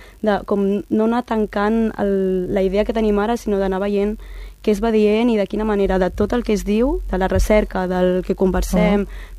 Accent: Tarragona, Catalonia, Spain; A més, som de Tarragona, havíem d'anar a Reus

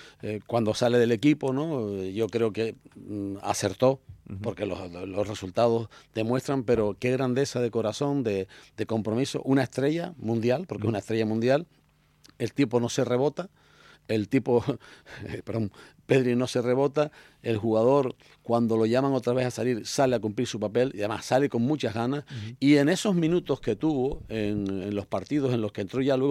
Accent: Tenerife, Canary Islands, Spain; como canarios y como tinerfeños, debemos estar muy, muy orgullosos

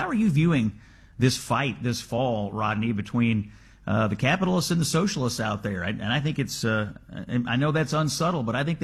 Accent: Kentucky, United States; So we're going to go to Kentucky, my home state.

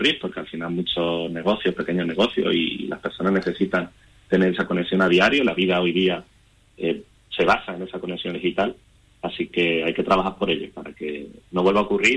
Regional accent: Pozoblanco, Andalusia, Spain; moved away as an adult; also born or lived in Madrid / Cádiz; now in Córdoba, Spain; actualmente vivo en Córdoba, aunque vivía antes en Madrid y en Cádiz y tal. Como muchos jarotes le pasa, tuve que salir fuera a trabajar.

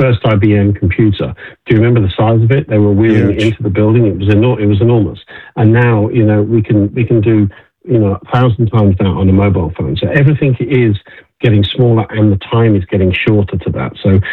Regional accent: United Kingdom; And, I'm a Brit, but I still want America to win in this race.

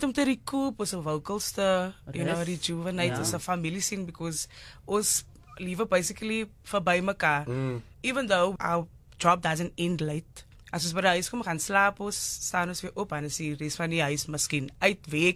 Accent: Cape Town, Western Cape, South Africa; now in Johannesburg, South Africa; Ek is van Strandfontein Village in die Kaap, ja.

